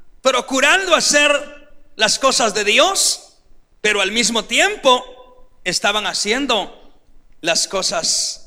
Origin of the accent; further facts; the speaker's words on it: Guatemala; hablemos así, en palabras chapinas y sencillas